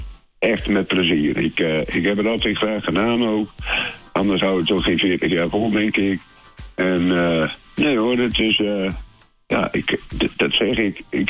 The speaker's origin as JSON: {"language": "Dutch", "country": "Netherlands", "said": "Nee, ik ben uit Nederland wel, maar"}